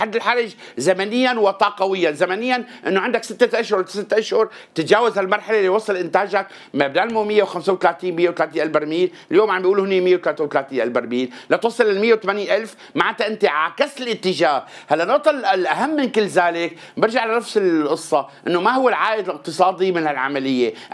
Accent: Syria; وقت اللي أنا كمواطن سوري عم بروح مثل ما قال ضيفك الكريم استخراج جائر بنسميها

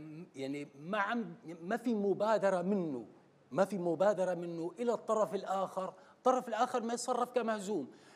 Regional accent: Syria; أنا ما عندي تعريف إلا كسوري

